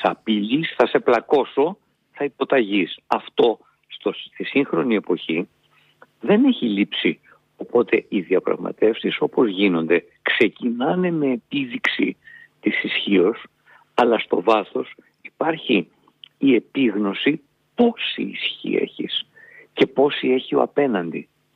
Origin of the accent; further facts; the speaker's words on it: Greece; μιλάω τώρα ως Έλληνας σαν να ήμουν Ευρωπαίος